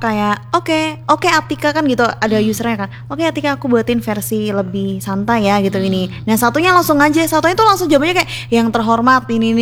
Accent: Java, Indonesia; sebagai orang Jawa yang kita selalu minta tolong, makasih gitu.

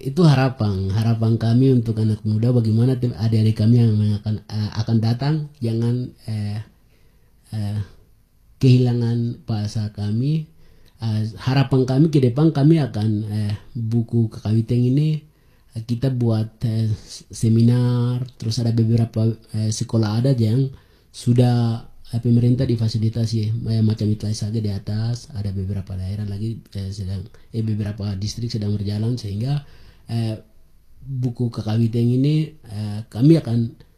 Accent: Baliem Valley, Highland Papua, Indonesia; first language Nayak (Dani / Lembah language); Indonesian is a second language; saya anak Lembah asli. Dari Jaya-Jaya sini.

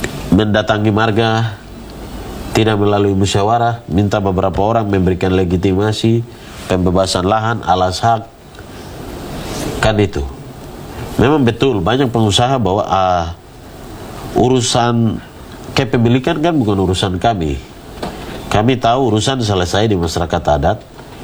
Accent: Papua, Indonesia

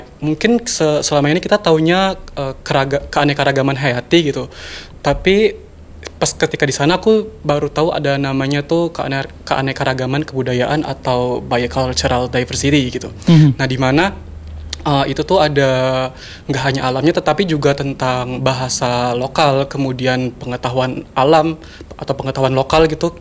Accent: Bengkayang, West Kalimantan, Indonesia; aku kan aslinya Bengkayang kan, yang mana juga culture-nya sama-sama Dayak gitu.

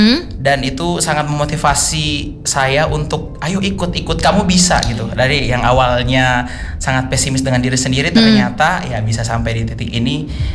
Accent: Tolitoli, Central Sulawesi, Indonesia; moved away as an adult; now in Palu, Indonesia; Saya sebelahnya Buol, sebelum Buol

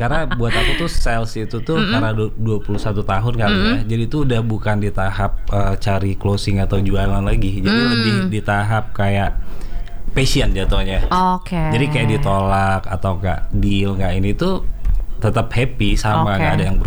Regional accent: Padang, West Sumatra, Indonesia; Makan karena aku orang Padang. Jadi aku harus ada sambal.

